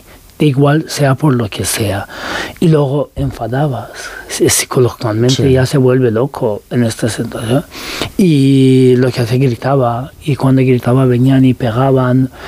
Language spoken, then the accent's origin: Spanish; Turkey; Spanish is a second language; now in Spain; da igual que seas también turco, porque digo, soy turco y podía pasar más fácil que otros muchos